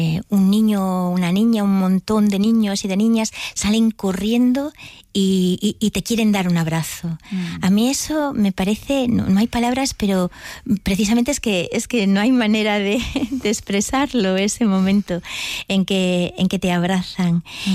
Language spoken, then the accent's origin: Spanish; Galicia, Spain; soy gallega y conozco un poquillo la tradición oral